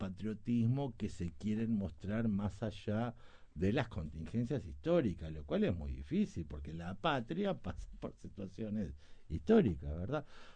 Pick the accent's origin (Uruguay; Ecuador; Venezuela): Uruguay; also born or lived in Brazil